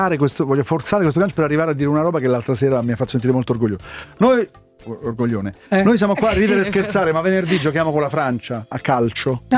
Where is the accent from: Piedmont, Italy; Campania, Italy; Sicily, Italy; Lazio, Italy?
Campania, Italy; Castellammare di Stabia; 3 su 11 erano del mio paese, Donnarumma e i due fratelli Esposito. 3 undicesimi della squadra nazionale di calcio arrivano dal mio paese.